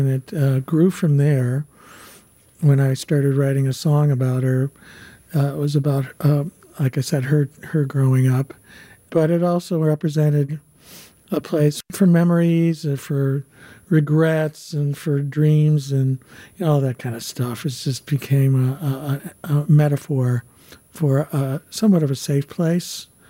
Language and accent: English; United States; If I say I'm from the States, they aren't angry.